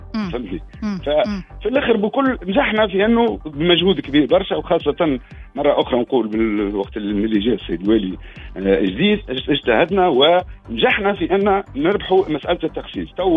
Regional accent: Bizerte Governorate, Tunisia; وعنا سيدي على المكي هذه اللي تو صار فيها الحريق

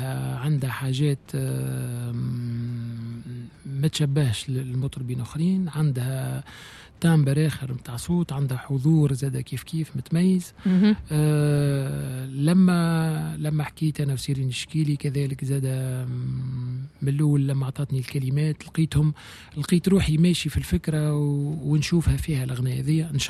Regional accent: Tunisia; في تونس راهو عندنا برشا أصوات

